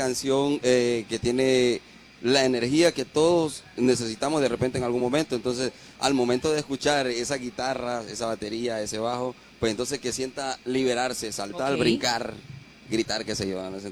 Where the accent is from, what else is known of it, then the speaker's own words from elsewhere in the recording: San Pedro Sula, Cortés, Honduras; porque yo soy de San Pedro Sula y ellos son de Tegucigalpa, la capital.